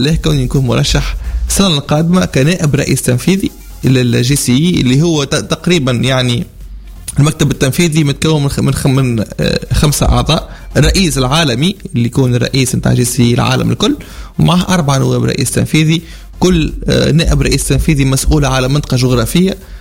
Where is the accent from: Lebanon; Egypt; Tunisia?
Tunisia; احنا من تونس